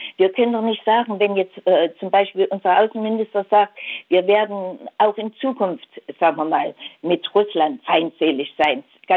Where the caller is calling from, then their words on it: Thuringia, Germany; bin ja selber aus Thüringen